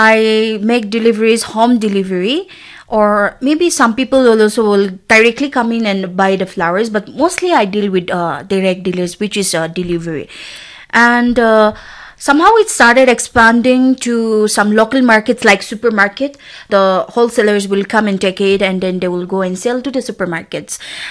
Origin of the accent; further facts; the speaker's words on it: Jotsoma, Nagaland, India; since I am from Jotsoma village, which is not very hot and not very cold